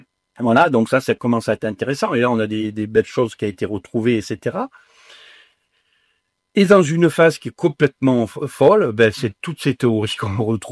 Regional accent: Provence-Alpes-Côte d'Azur, France; born there; Je suis né dans la Sainte Baume.

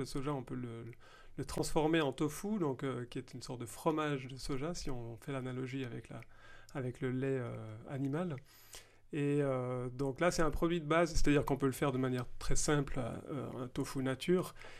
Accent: Switzerland; Moi, je suis de Suisse, donc j'ai suivi le mouvement, on peut dire comme ça.

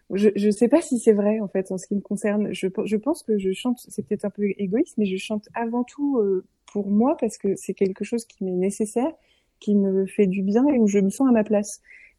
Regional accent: Briançon, Provence-Alpes-Côte d'Azur, France

